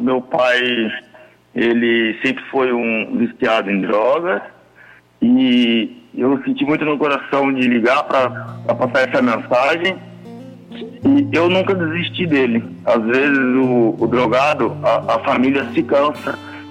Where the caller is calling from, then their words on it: São José dos Pinhais, Paraná, Brazil; São José dos Pinhais, Paraná.